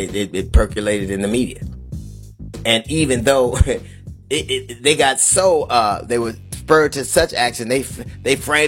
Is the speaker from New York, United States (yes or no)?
no; Los Angeles, California, United States; I grew up in Los Angeles